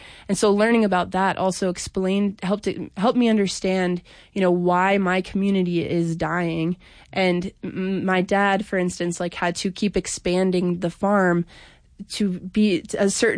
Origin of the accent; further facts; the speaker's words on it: Montana, United States; this project has enabled me to do a lot of research that's just helped me understand my hometown and the rural Montana a lot better.